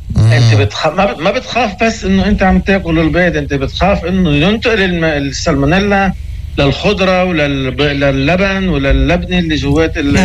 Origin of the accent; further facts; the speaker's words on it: Lebanon; موجود عندنا بلبنان